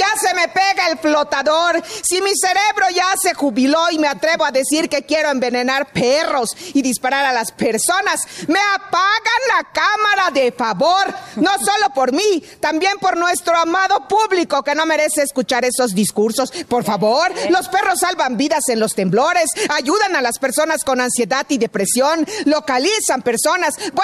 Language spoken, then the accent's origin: Spanish; Mexico; Eso sí, el ánimo siempre arriba y adelante, porque somos mexicanos.